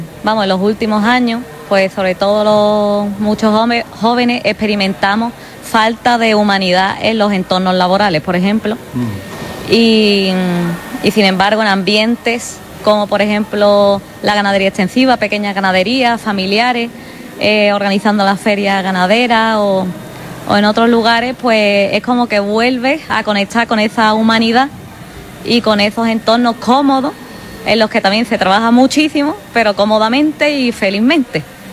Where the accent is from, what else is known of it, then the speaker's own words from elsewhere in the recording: Andalusia, Spain; yo soy de la Serranía